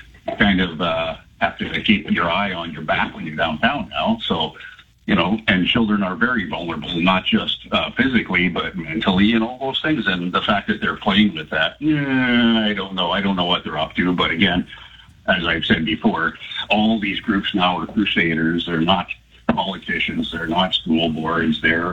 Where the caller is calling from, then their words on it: Central Saanich, British Columbia, Canada; from Central Saanich.